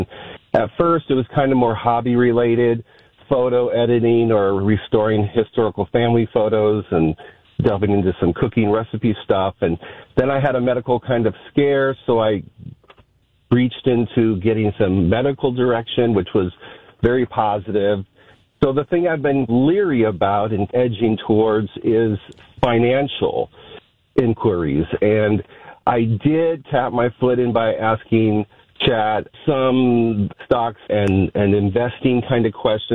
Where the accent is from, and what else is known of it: California, United States; moved away